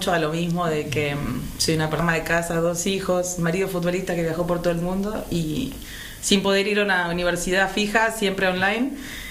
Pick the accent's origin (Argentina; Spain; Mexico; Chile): Argentina; moved away; Feliz de después de tantos años de viajar y volver a Argentina y poder demostrar lo que yo hago alrededor del mundo en mi país.